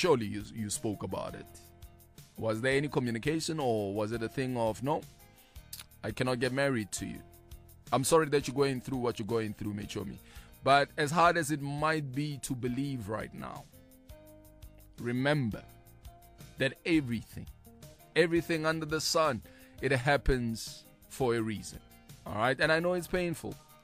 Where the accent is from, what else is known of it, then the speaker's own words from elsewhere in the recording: Newcastle, KwaZulu-Natal, South Africa; You can mention my name. … from Newcastle.